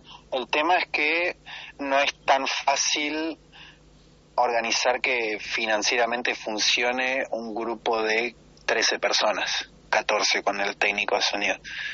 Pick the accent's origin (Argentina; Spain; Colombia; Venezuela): Argentina; Buenos Aires; now in Bern, Switzerland; yo soy de Buenos Aires, entonces tampoco me quiero disfrazar de salteño